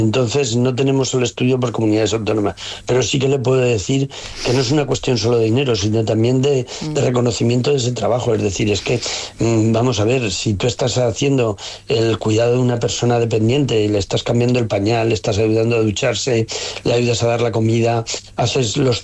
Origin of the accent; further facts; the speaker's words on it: Zaragoza, Aragon, Spain; yo soy de Zaragoza, de un pueblo muy pequeño de 400 habitantes